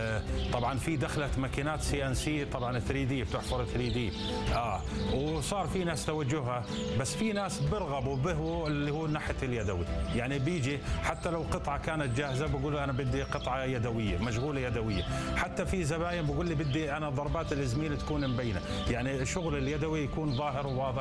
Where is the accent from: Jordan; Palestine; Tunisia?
Jordan; عندنا في الأردن هون،